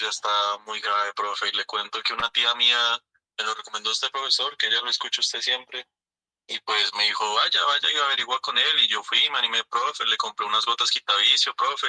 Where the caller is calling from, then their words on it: Colombia; yo lo llamo de acá del barrio 7 de agosto.